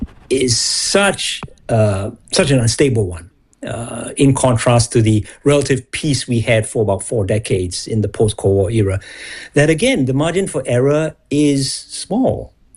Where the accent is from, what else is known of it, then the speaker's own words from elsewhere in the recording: Singapore; moved away as an adult; also born or lived in United States; I'm actually from Singapore, grew up there.